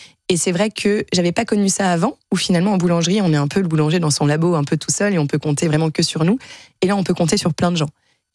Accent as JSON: {"language": "French", "country": "France", "moved": "as an adult", "lives_now": "Mexico", "said": "comme je suis française"}